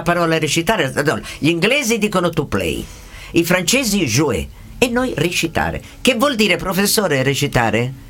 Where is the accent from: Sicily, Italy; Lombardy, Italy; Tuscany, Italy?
Tuscany, Italy; A noi ci dispiace perché siamo toscani.